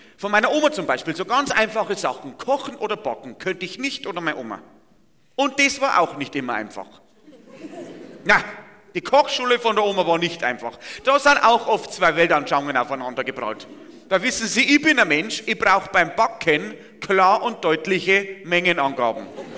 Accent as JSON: {"language": "German", "region": "Bavaria", "country": "Germany", "said": "ich komme vom Bauernhof, aus der Nähe von Passau, aus dem Bayerischen Wald und da wohne ich in einem Mehrgenerationenhaus."}